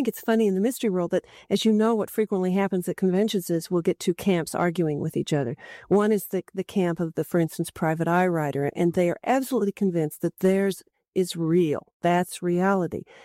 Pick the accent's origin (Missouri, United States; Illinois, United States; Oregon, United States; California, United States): Missouri, United States; Kansas City; And although I was raised in Kansas City, I didn't even know an area existed called the Flint Hills of Kansas.